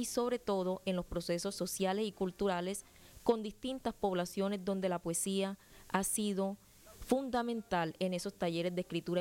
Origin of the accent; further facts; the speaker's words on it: Montería, Córdoba, Colombia; Iniciaré con un poema dedicado a Montería, de donde soy.